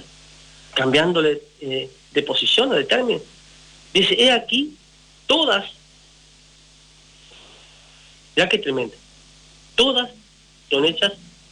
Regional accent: Uruguay; soy uruguayo, del interior, de tierra adentro

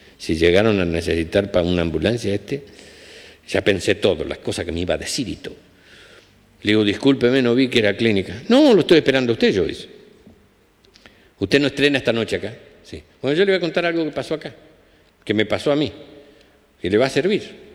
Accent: Chaco, Argentina; Yo soy del Chaco.

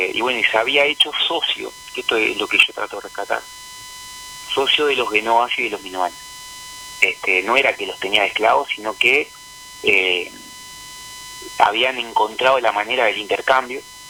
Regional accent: Montevideo, Uruguay; born there; now in Rocha, Uruguay; yo nací en Montevideo, bueno, mi abuela y mis bisabuelos son nacidos acá en Rocha.

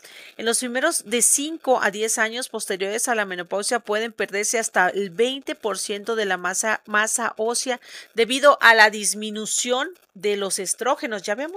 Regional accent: Mexico; soy médico mexicana

